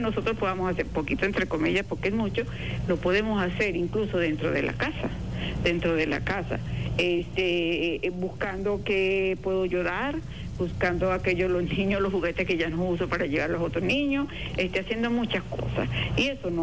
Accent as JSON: {"language": "Spanish", "country": "Venezuela", "said": "dentro de nuestra identidad como venezolanos está la solidaridad."}